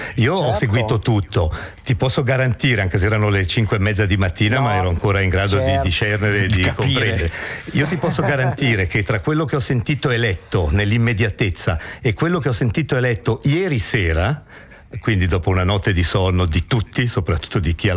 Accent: Switzerland; io dirò sempre da svizzero, e non me ne faccio certo, nessun problema, che quel calcio di rigore è perlomeno dubbio, non perché è a favore della mia nazionale che devo sdoganare tutto.

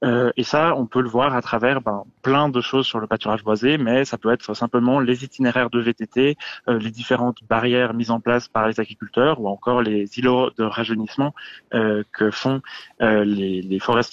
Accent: La Chaux-de-Fonds, Neuchâtel, Switzerland; je viens de la Chaux-de-Fonds

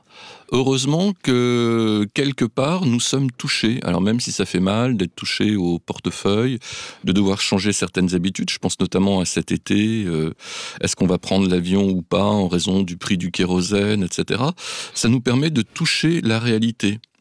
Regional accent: France; Enfin, en Suisse, vous êtes beaucoup plus civique que chez nous en France.

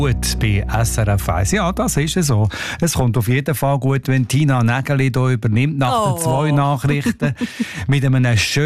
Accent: Deitingen, Solothurn, Switzerland; ich bin an der Autobahn aufgewachsen, Autobahn A1, Teitigen.

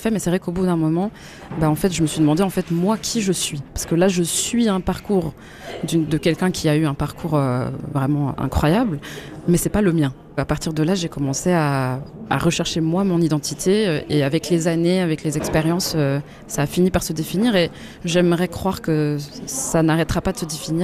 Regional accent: Switzerland; je suis belge et congolaise de sang, mais j'ai grandi en Suisse toute ma vie.

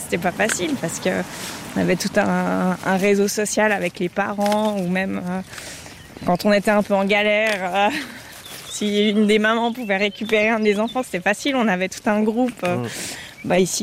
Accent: Jura, Switzerland; also born or lived in Geneva; Ça fait bientôt un an qu'on est là. On est jurassien.

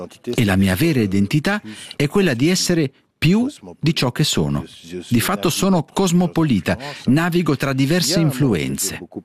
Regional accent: Rwanda; Italian is a second language; now in Belgium; Io vengo dal Ruanda, ma ho studiato in francese e ora vivo in Belgio.

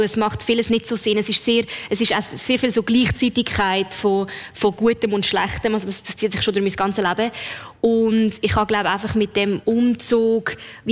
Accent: Lucerne, Switzerland; moved away as an adult; now in Zurich, Switzerland; Also ich bin dann von Luzern auf Zürich gezogen und das erste Mal wieder etwas Eigenes.

